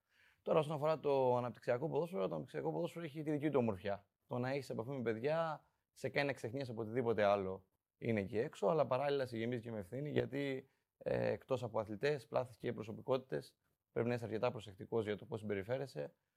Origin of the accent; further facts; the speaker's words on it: Pompia, Crete, Greece; Ναι, Ηράκλειο. Στην περιοχή της Μεσαράς συγκεκριμένα.